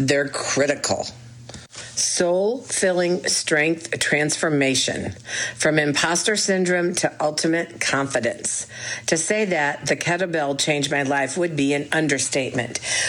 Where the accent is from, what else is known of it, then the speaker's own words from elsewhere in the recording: Louisville, Kentucky, United States; I grew up in Louisville. As a Black physically disabled child, a wheelchair user, I was often the only and the first.